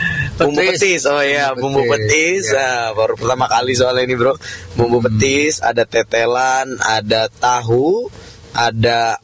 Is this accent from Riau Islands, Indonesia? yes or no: no; West Java, Indonesia; karena saya juga aslinya dari Sunda ya.